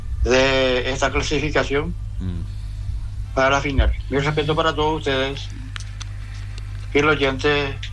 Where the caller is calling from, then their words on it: Chaco, Paraguay; Como paraguayo